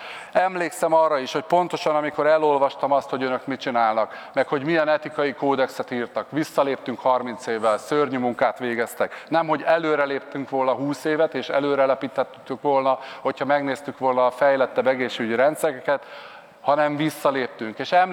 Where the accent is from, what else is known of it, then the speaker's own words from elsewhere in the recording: Hidas, Baranya, Hungary; Én falun nőttem föl, Hidason